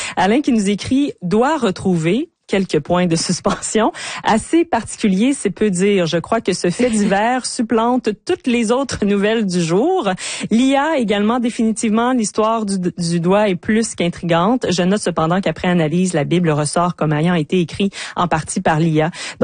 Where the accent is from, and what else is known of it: Quebec, Canada